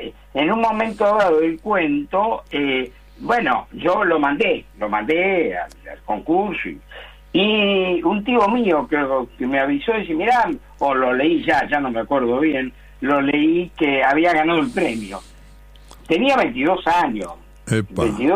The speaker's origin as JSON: {"language": "Spanish", "town": "La Boca", "region": "Buenos Aires", "country": "Argentina", "tie": "born there"}